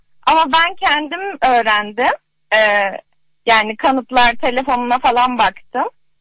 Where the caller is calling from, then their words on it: Istanbul, Turkey; Ben İstanbul'dan.